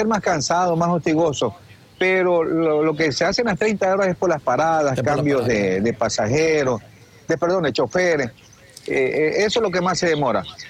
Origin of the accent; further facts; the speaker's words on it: Ecuador; aquí es como todos los ecuatorianos.